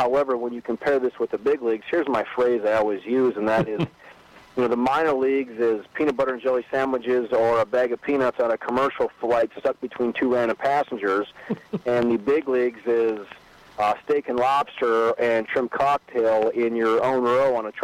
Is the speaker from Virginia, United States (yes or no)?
no; Fargo, North Dakota, United States; initially I turned down the offer because I had played 4 years in my hometown in Fargo.